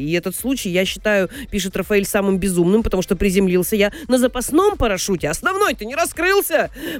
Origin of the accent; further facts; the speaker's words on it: Saint Petersburg, Russia; я питерская мокрица.